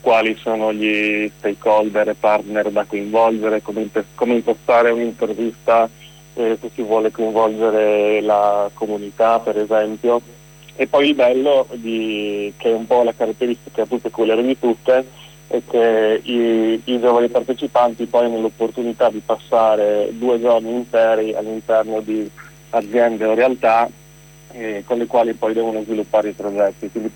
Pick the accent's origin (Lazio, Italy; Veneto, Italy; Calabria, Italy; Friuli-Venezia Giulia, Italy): Friuli-Venezia Giulia, Italy; E siccome anche sono sempre stato fuori regione, sono friulano, dopo la fine delle superiori sono stato parecchio in giro